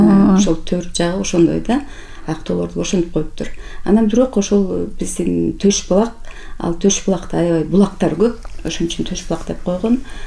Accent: Bishkek, Kyrgyzstan; also born or lived in Sokuluk; Мен мектепте окуй элек болчумун. Ошол учурда көчүп келдик да, Кызыл Аскерде чоң энемде келдим.

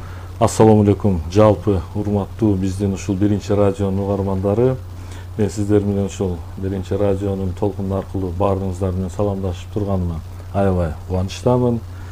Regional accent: Gulcha, Osh Region, Kyrgyzstan; also born or lived in Osh; Мен эми чындыгында өзүм ушул Ош шаарында кызматчынын үйүндө төрөлгөнмүн. Бирок балалык, окулук, мектеп окуучулук чагым толугу менен ушул Алай районунун Гүлчө, азыркы шаарында, ал маалда Гүлчө айылында өткөн.

